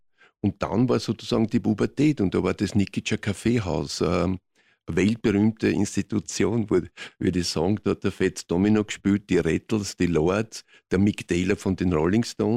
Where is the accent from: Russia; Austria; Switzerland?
Austria; Vienna; born there; first language Burgenland Croatian; German is a second language; also born or lived in Burgenland; Also ich bin nach Wien gekommen, konnte kein Wort Deutsch